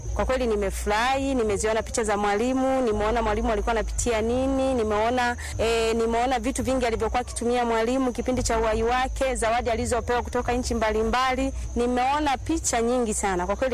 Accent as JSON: {"language": "Swahili", "town": "Bunda", "region": "Mara", "country": "Tanzania", "said": "natokea wilaya ya Bunda."}